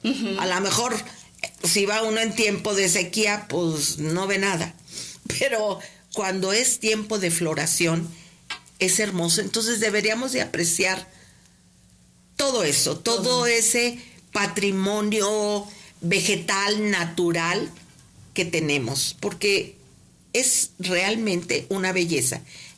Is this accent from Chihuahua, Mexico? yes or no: yes; Chihuahua, Mexico; born there; Bueno, yo lo amo, toda esa parte, porque yo soy del norte, yo nací en Chihuahua.